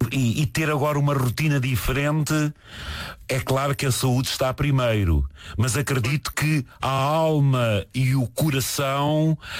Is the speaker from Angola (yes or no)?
no; Portugal; é uma homenagem que eu lhe quero prestar como português, como conhecedor da beira e da realidade desta gente.